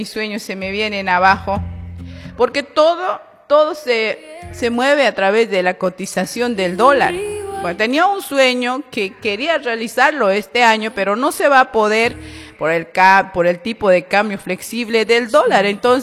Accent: Bolivia; no somos flojos los bolivianos

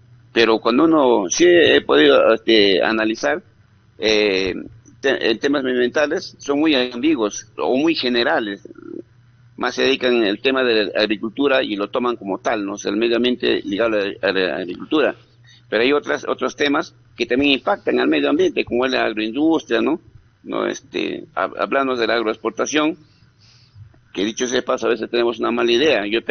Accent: Peru

